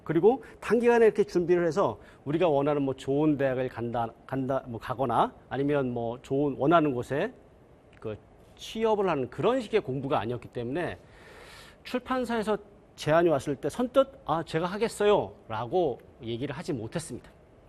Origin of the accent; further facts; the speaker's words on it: South Korea; 한국에 제가 2010년에 귀국했는데